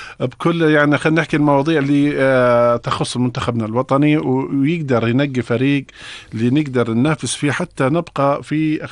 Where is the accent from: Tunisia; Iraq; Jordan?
Jordan; احنا كأردنيين